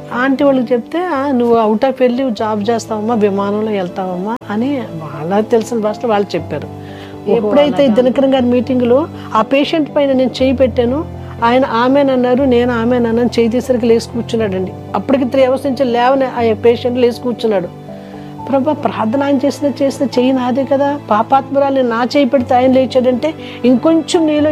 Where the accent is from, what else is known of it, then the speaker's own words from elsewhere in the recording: Bhimavaram, Andhra Pradesh, India; Lutheran rest house road, భీమవరంలోనే rest house road, మాది Bhimavaram. So భీమవరంలోనే rest house, అక్కడే పుట్టాను, అక్కడే పెరిగాను.